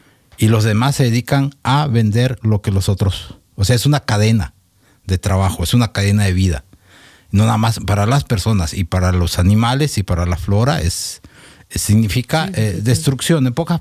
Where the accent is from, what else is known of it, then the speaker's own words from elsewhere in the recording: Mexico; yo soy mexicano